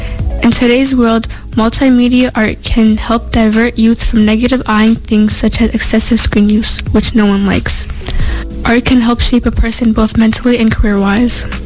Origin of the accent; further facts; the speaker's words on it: Missouri, United States; growing up in Missouri